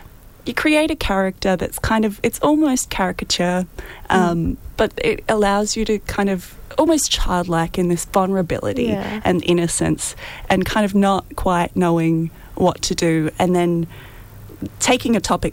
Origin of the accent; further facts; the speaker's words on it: Toowoomba, Queensland, Australia; moved away as an adult; now in Brisbane, Australia; So I grew up in Toowoomba. I did my Bachelor's of Creative Arts there, and for the last 10 years I've been in Brisbane